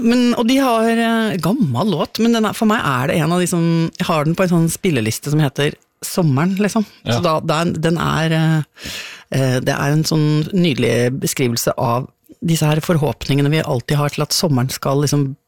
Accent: Innlandet, Norway; du minner meg om gården der jeg vokste opp på Toten.

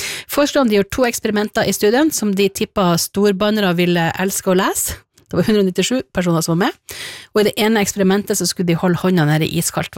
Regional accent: Northern Norway, Norway; jeg er jo nordlending

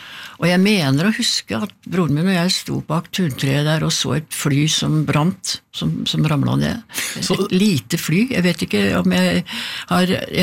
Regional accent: Oslo, Norway; Jeg har vokst opp på Beste Vestkant, som ja. Det heter.

